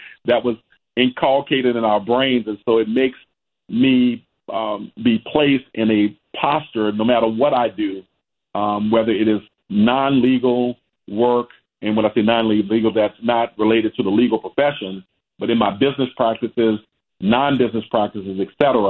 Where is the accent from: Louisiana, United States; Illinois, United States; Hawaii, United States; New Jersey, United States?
Louisiana, United States; New Orleans; And I was born and raised down here in New Orleans.